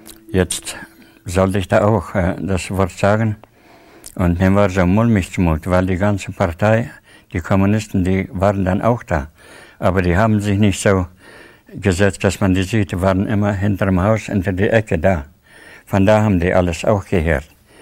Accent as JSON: {"language": "German", "country": "Tajikistan", "tie": "born or raised there", "moved": "yes", "said": "Ich komme aus Tadschikistan und bin dort auch geboren, an die 1937. Und meine Eltern wurden dort hingesiedelt, also zwangsmäßig, an die 35."}